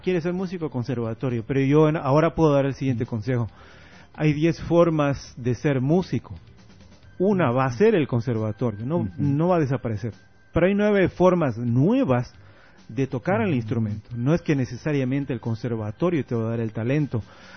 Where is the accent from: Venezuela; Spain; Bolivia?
Bolivia; moved away as an adult; also born or lived in Argentina; No, soy de Bolivia, le digo.